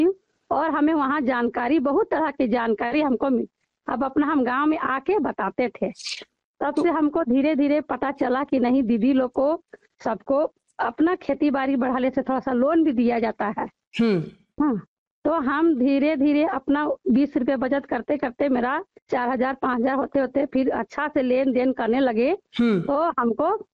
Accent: Ranchi district, Jharkhand, India; मैं जीराबार का रहने वाली हूँ। मेरा गांव पड़ता है जीराबार, पोस्ट कुच्चू, थाना और मांझी, जिला रांची, झारखंड।

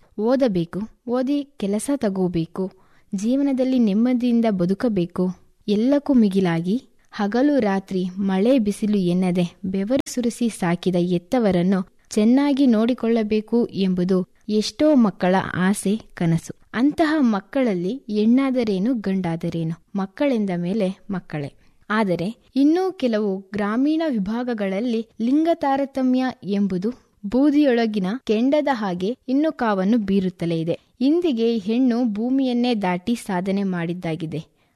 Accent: Hunasavalli, Karnataka, India; ನನ್ನ ನೆಚ್ಚಿನ ಊರು ನಮ್ಮೂರು. ನಮ್ಮೂರು ಹುಣಸವಳ್ಳಿ.

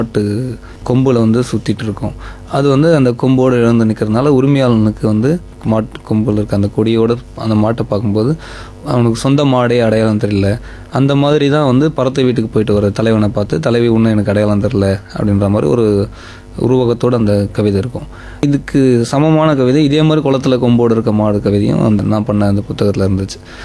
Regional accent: Tamil Nadu, India; now in Chennai, India; நான் கிராமத்தில் பிறந்து வளர்ந்தவன், படித்தது நகரத்தில் காஞ்சிபுரம், இப்போ வாழ்ந்துட்டுருக்கிறது சென்னை மாநகரம்.

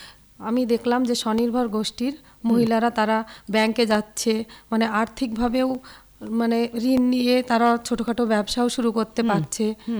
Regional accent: Malopara, West Bengal, India; নমস্কার ম্যাডাম, আমি সাগরপাড়া থানার অন্তর্গত মালোপাড়া গ্রাম থেকে আসছি।

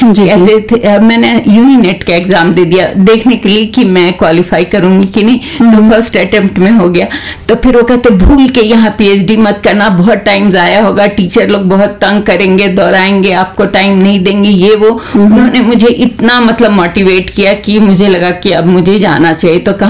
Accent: Bihar, India; तो भाई मैं बिहार की रहने वाली हूँ और वहीं से मैंने ग्रेजुएशन वगैरह किया।

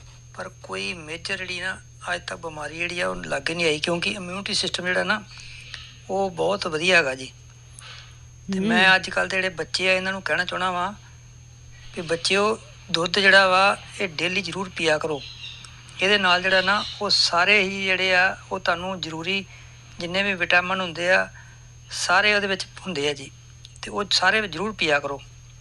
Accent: Tarn Taran district, Punjab, India; ਮੇਰਾ ਜਨਮ ਪਿੰਡ ਸਹਬਾਜਪੁਰ ਜ਼ਿਲ੍ਹਾ ਤਰਨ ਤਾਰਨ ਵਿੱਚ ਹੋਇਆ ਸੀ।

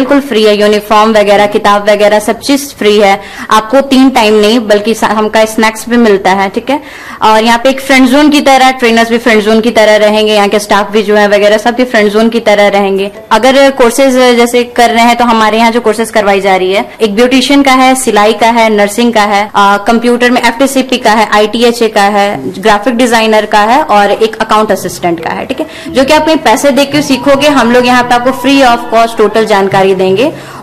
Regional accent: Hazaribagh, Jharkhand, India; मैं हजारीबाग की ही रहने वाली हूँ।

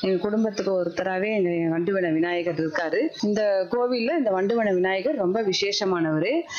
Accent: Thirukazhukundram, Tamil Nadu, India; நான் இந்த திருக்கழுக்குன்றத்துல தான் பிறந்து வளர்ந்தது எல்லாமே.

